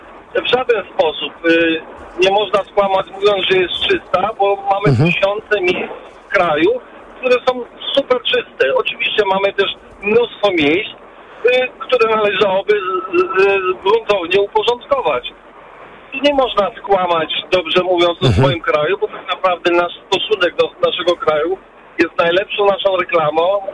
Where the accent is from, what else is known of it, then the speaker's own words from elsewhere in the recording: Germany; also born or lived in Poland; now in Skierniewice area, Poland; Ja akurat wychowałem się w Niemczech nie ze swojego wyboru